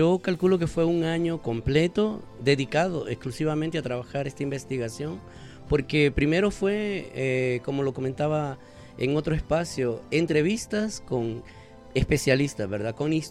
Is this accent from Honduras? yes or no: yes; Honduras